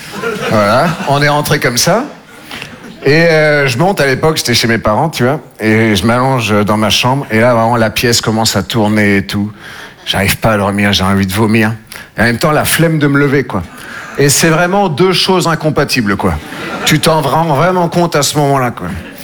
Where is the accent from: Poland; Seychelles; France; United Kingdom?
France; Nouvelle-Aquitaine; Moi, je viens des Deux-Sèvres. Je ne sais pas si vous connaissez. Entre la Vienne et la Vendée.